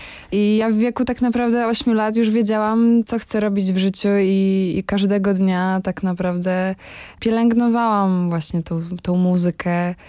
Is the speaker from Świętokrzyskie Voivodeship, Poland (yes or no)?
no; Międzyleś, Lublin Voivodeship, Poland; Ja jestem z Lubelszczyzny, z takiej małej miejscowości Międzyleś, położonej nad Bugiem.